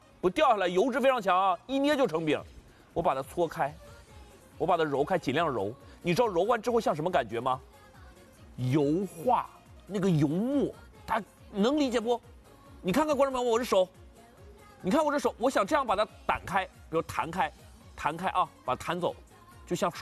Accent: China; 九大仙草里边，我们中国人都听到过灵芝

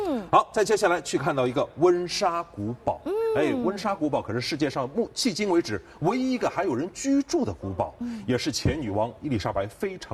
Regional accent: China; 我们中国人

